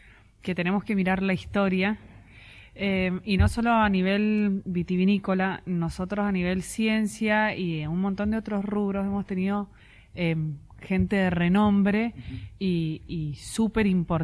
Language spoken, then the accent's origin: Spanish; Argentina; nosotros como argentinos tenemos mucho para dar, mucho para ofrecer.